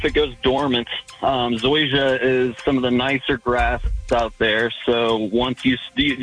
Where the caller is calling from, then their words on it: Woodstock, Georgia, United States; I am in Woodstock, Georgia.